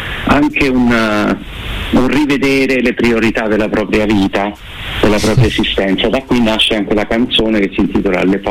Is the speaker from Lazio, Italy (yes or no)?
yes; Rome, Lazio, Italy; Abbiamo scelto di ritornare a Roma, che è la mia città d'origine, in questo luogo così prestigioso